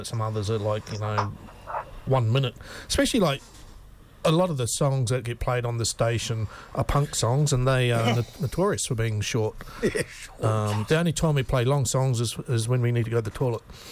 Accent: New Zealand

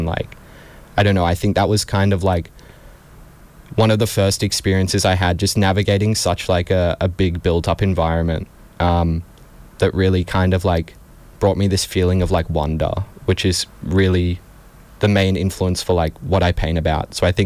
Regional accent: Sydney, New South Wales, Australia; moved away; growing up in Sydney and commuting across the city to go to and from school

